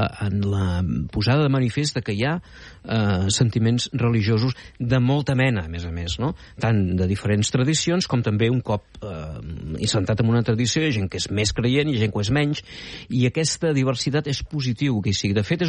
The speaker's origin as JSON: {"language": "Catalan", "region": "Catalonia", "country": "Spain", "said": "també volem, com a catalans, em sembla a mi, que entengui que ens volem sumar en aquesta alternativa esperançadora"}